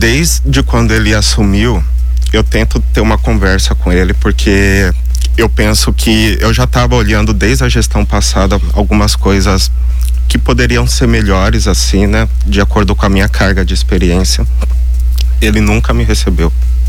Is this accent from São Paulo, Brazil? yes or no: yes; Caraguatatuba, São Paulo, Brazil; moved away as an adult; also born or lived in São José dos Campos; E eu cresci em Caraguatatuba e meu desejo era voltar para Caraguatatuba.